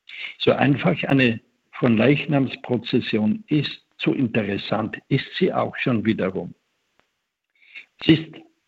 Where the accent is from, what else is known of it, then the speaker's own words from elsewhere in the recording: Vienna, Austria; Als Wiener